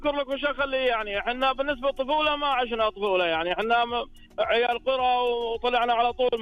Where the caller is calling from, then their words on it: Medina, Medina Province, Saudi Arabia; من المدينه المنوره